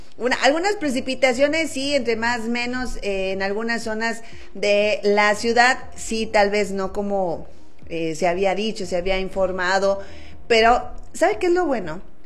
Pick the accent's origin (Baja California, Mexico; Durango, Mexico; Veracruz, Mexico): Durango, Mexico; qué ingeniosos somos los duranguenses